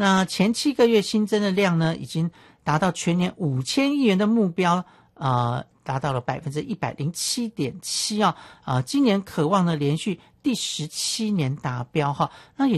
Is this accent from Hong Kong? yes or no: no; Taiwan